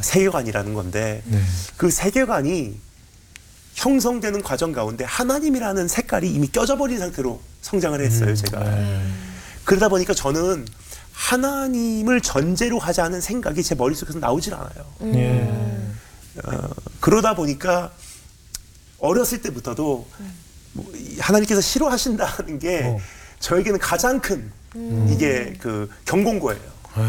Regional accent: Japan; 제가 이제 일본에서 자랐잖아요. 일본은 그 교회가 별로 크질 않아요.

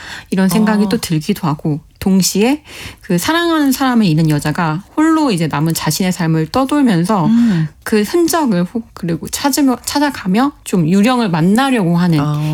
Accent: South Korea; 저는 이제 한국인이니까

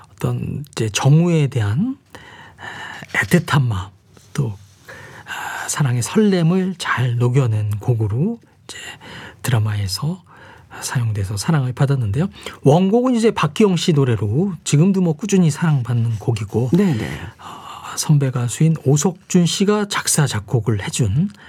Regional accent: Jinju, South Gyeongsang, South Korea; 어린 시절을 제 진주에서 보냈기 때문에 자연스럽게

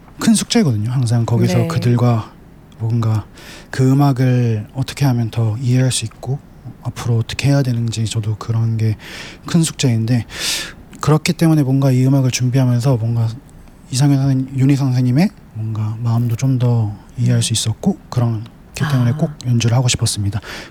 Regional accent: South Korea; moved away; 아시아인으로서 한국인으로서 유럽의 무대에서

